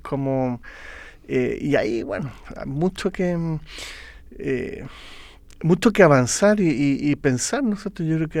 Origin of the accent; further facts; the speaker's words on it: Viña del Mar, Valparaíso, Chile; yo vivía de chico, vivíamos en Viña y teníamos un terreno grande, bien central, y mis padres, los dos en realidad podría ser que eran alemanes, digamos, el viejo venía y mi mamá era nacida en Valparaíso, pero de padres alemanes